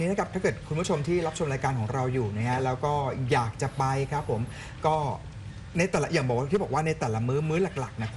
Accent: Nakhon Sawan, Thailand; moved away; ด้วยความที่เราอาจจะติดรสชาติแบบนี้ของบ้านเราชาวจังหวัดนครสวรรค์ด้วยนะครับ

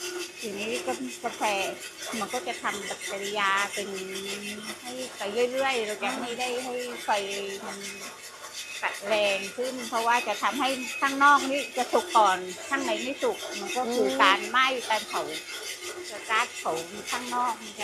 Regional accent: Surat Thani, Thailand; now in Ranong, Thailand; เป็นคนสุราษฎร

